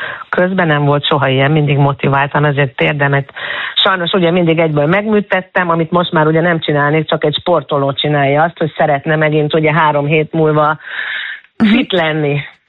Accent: Hungary; moved away; also born or lived in Austria; magyar is vagyok, azóta is soha nem mondtam le magyar, mind a kettő a szívemben van, a himnusz pedig az osztrák himnusz szólt, de ugyanúgy benne van az én egész életem, aminek akkor nagy része Magyarországon zajlott

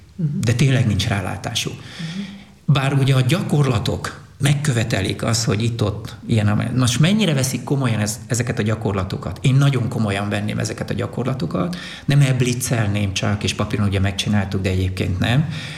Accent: Hungary; born there; Én is itt születtem. Ez a hazám.

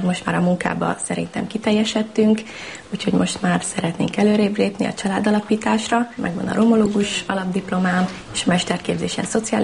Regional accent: Pécs, Baranya, Hungary; Pécsen születtem, 28 éves vagyok, itt is lakom, most tervezzük amúgy, hogy elköltözünk Szentlőrincre, ez Pécs mellett van egy kisebb település.

